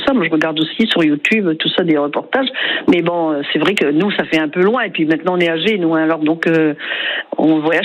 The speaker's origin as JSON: {"language": "French", "town": "Boulogne-sur-Mer", "region": "Hauts-de-France", "country": "France", "tie": "born or raised there", "also_born_or_lived": "Ariège / Sète", "moved": "yes", "lives_now": "Albi, France", "said": "on est originaire de Boulogne-sur-Mer"}